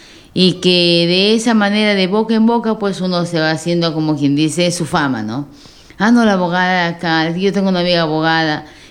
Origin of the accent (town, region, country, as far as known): El Oro, Ecuador